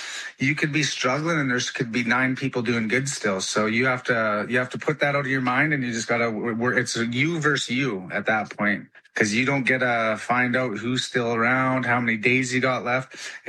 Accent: British Columbia, Canada; And then growing up in Canada and in northern British Columbia, like I've seen the cold temperatures, I've camped in them, I've hunted in them.

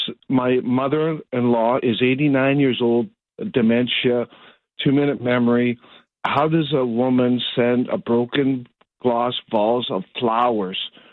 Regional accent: Sault Ste. Marie, Ontario, Canada; now in Oshawa, Canada; And I'm originally born and raised Sault Ste. Marie.

